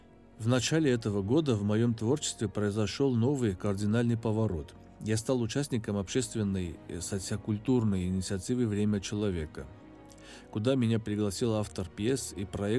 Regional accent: Yerevan, Armenia; Родился я в Армении, прекрасной северной части страны, городе Ереван.

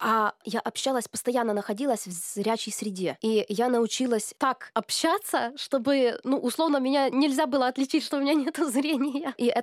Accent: Chernivtsi, Chernivtsi Oblast, Ukraine; moved away as an adult; now in Belarus; Я из Украины, город Черновцы, маленький Париж его еще называют. Там очень-очень красивая архитектура, очень такой славный город. Мне 30 лет, в Беларуси уже живу 6 лет.

